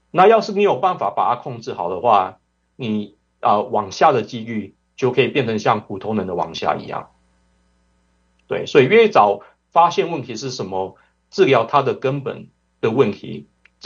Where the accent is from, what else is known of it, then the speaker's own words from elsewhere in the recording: Taiwan; 因为我是来自台湾，所以我小时候我有吃过中药，我们家人也有吃过中药。